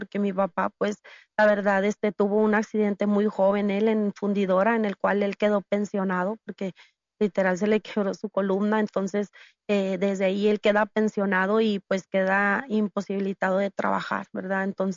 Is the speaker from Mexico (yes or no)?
yes; San Nicolás de los Garza, Nuevo León, Mexico; soy de aquí de Monterrey, Nuevo León. Vivimos en toda mi adolescencia y mi infancia, lo vivimos en San Nicolás de los Garza.